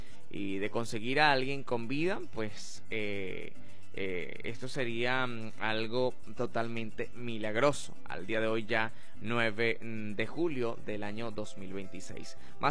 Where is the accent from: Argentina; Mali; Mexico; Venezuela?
Venezuela